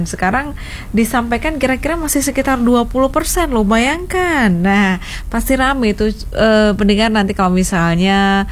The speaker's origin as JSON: {"language": "Indonesian", "town": "Jember", "region": "East Java", "country": "Indonesia", "said": "Kita sebagai warga Jember"}